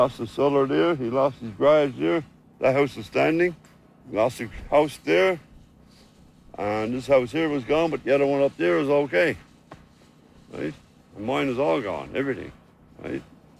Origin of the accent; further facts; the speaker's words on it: Salmon Cove, Newfoundland and Labrador, Canada; I'm from Prairie Scove and Salmon Cove.